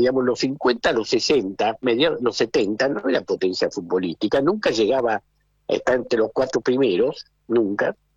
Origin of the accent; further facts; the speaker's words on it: Argentina; los argentinos creemos en el derecho de nacimiento, el jus soli.